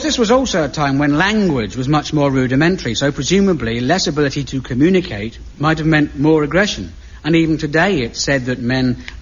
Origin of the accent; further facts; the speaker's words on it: Aldershot, South East England, United Kingdom; I grew up in the Aldershot area